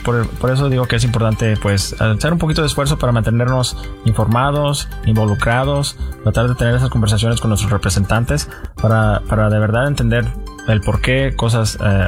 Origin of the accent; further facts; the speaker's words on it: Baldwin Park, California, United States; Pues Baldwin Park es obviamente mi ciudad favorita y es ahí donde yo crecí